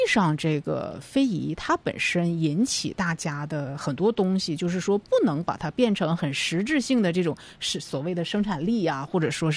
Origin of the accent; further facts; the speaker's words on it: Northeast China, China; 咱们东北人